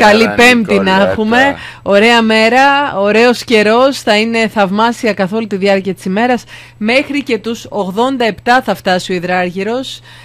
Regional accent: Greece; now in United States; Ναι, με τα τραγούδια του μεγαλώσαμε εκεί στην Ελλάδα, αλλά μου έκανε εντύπωση ότι και εδώ είδα πάρα πολύ, πολλές αναρτήσεις από Ελληνοαμερικάνους

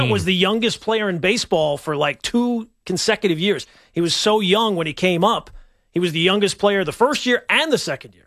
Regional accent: Long Island, New York, United States; moved away; I grew up on Long Island. I still have many family members there.

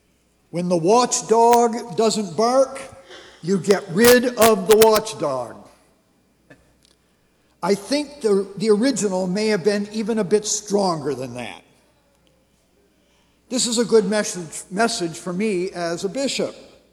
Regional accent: Pontiac, Michigan, United States; So we were all born and raised in the Pontiac-Waterford area.

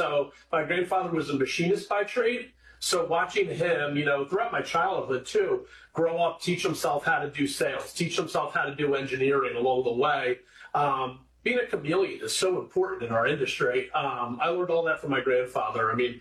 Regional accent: Chester County, Pennsylvania, United States; Yeah, I'm from here in Chester County. I'm the oldest of the four.

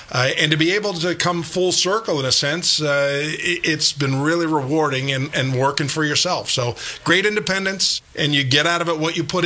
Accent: New Jersey, United States; growing up in New Jersey, right south of New York City

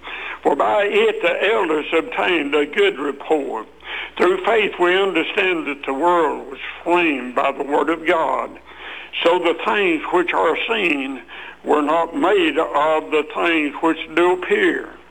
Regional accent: Mount Airy, North Carolina, United States; this lady found out that I was from Mount Airy. As a matter of fact, she asked me where I was from, and I probably told her that I was from Mount Airy.

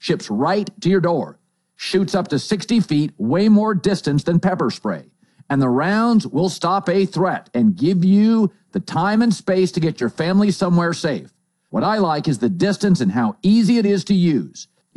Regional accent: Pacific Northwest, United States; When I was a kid and growing up in the Northwest, the Huskies

